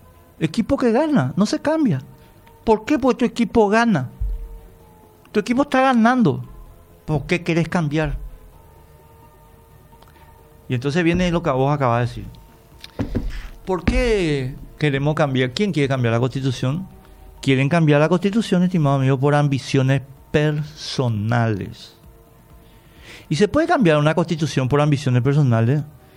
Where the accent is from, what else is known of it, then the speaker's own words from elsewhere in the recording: Paraguay; Por eso somos paraguayos. No somos argentinos, ni uruguayos, ni bolivianos. Somos paraguayos. Comemos chipa, hablamos yopará, tomamos cocido